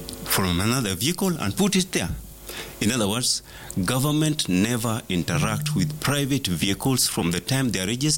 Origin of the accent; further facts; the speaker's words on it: Kenya; I'm Kenyan.